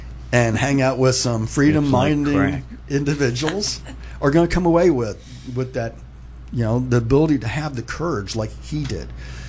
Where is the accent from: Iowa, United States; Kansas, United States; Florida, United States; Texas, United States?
Florida, United States; I'm from Florida. I flew all the way from Florida to see this.